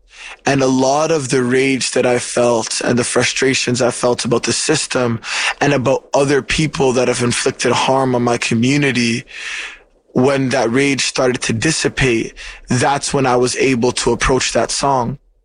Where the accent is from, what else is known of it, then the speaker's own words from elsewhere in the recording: Toronto, Ontario, Canada; I was raised in Regent Park. It's the first and largest housing project in Canada. It's right at the center of downtown Toronto